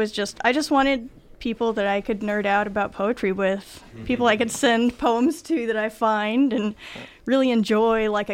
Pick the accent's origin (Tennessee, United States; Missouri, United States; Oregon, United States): Missouri, United States; St. Louis; now in Columbia, United States; I'm originally from St. Louis area, but I've been here for like 15, 20 years or so. So I'm a native transplant